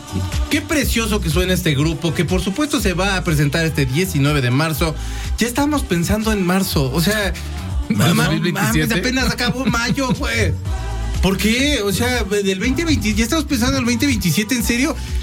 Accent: Tlalnepantla, State of Mexico, Mexico; Pues yo me acuerdo de niño, era como un lugar fresa, ¿no? Yo soy de Tlalnepantla.

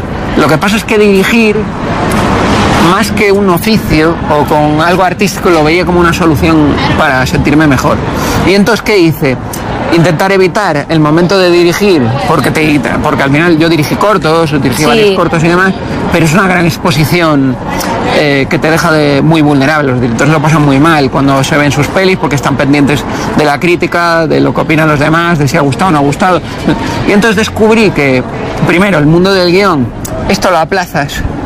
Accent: Canary Islands, Spain; born there; Porque yo nací en Canarias, tú eres canario.

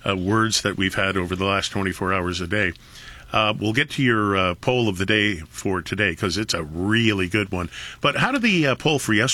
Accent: Canada; I'm Canadian. I've lived internationally, but I'm home for good.

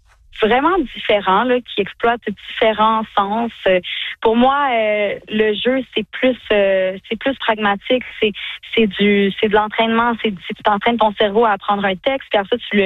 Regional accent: Bromont, Quebec, Canada; born there; now in Montreal, Canada; En fait, je suis à Sherbrooke. Je suis très excitée d'être là parce que c'est un peu mon patelin. Je viens des cantons de l'Est, fait que j'ai un peu l'impression d'être à la maison.

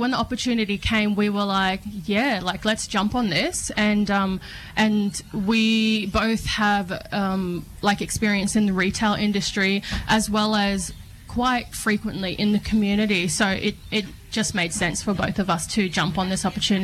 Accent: Cairns, Queensland, Australia; now in Brisbane, Australia; I grew up in Cairns, up in North Queensland. I live here now in Brisbane. But my mob is Jitterbal, Cookie LNG, Oompala and Birriggubba. So you could say that I'm as North Queensland as you can get.

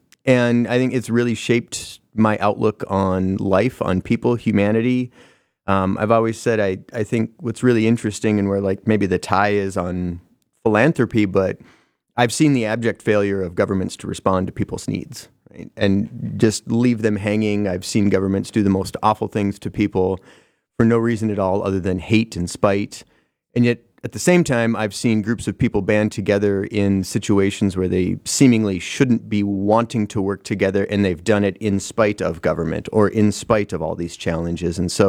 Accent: Bismarck, North Dakota, United States; moved away as an adult; now in Fargo, United States; born and raised in Bismarck, North Dakota.

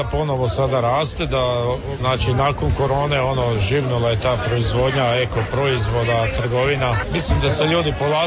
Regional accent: Koritna, Osijek-Baranja County, Croatia; OPG, dolazim iz Slavonije, od Đakova, selo Koritna.

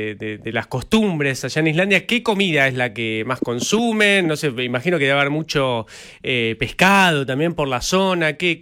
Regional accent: Argentina; Y contanos, que esto también lo que nos importa de como argentinos.

